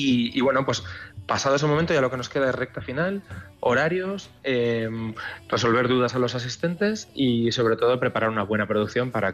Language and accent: Spanish; Valencia, Valencian Community, Spain; born there; Yo nací en Valencia.